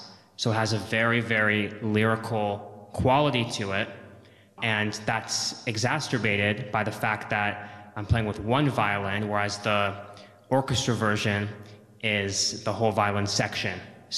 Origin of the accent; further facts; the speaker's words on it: New York, United States; I'm from New York, and this is my fourth summer in Stanton at the festival